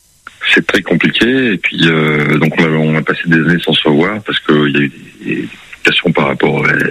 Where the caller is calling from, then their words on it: Pau, Nouvelle-Aquitaine, France; moi, je suis de Pau